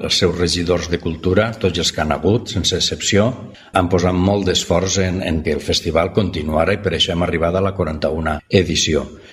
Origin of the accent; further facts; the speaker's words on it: Valencian Community, Spain; qui perd les seues senyes per la identitat i nosaltres som valencians.